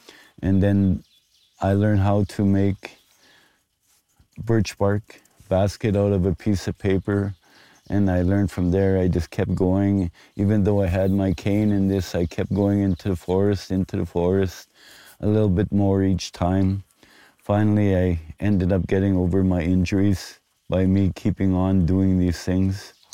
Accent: Buffalo Narrows, Saskatchewan, Canada; I'm from Buffalo Narrows, Saskatchewan. I was born and raised there. I'm a First Nations person from Canoe Lake.

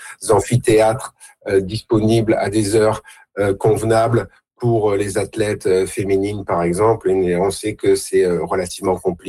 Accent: France; now in Canada; moi, en tant que Français, en tout cas, ça m'a permis de comprendre l'histoire du Québec

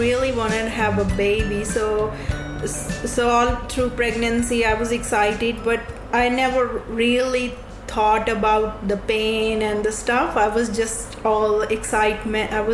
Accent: India; moved away as an adult; I'm from Indian background

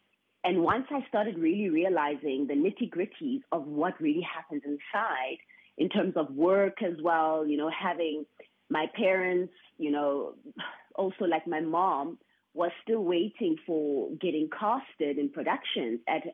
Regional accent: Durban, KwaZulu-Natal, South Africa; So I grew up, I was born in Durban, firstly. My mom had me in Durban and I was raised in a church, the same church that my mom was buried at. And we really lived, it's like the rural areas. I come from the rural background.

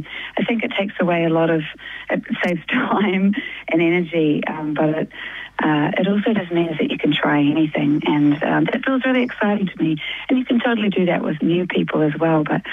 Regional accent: New Zealand; now in Auckland, New Zealand; I live on an island, right? I'm from Aotearoa, New Zealand. I've grown up with a beach right there and a country right there. And I live in Tamaki Makaurau in Auckland now, which is more city, but to be honest with you, I live right near the beach.

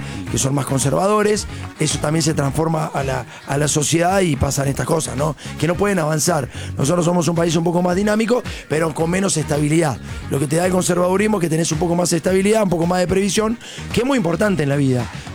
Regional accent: Argentina

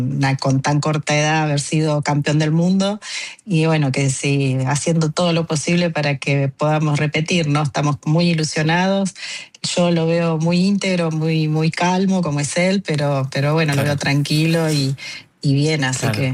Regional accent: interior, Argentina; now in Buenos Aires, Argentina; venimos del interior y siempre es doble el esfuerzo

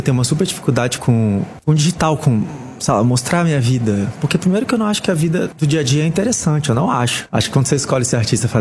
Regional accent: Brazil

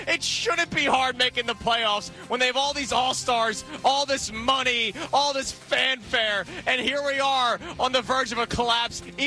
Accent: Philadelphia, Pennsylvania, United States; All right, you know I'm from Philadelphia. I need the Phillies.

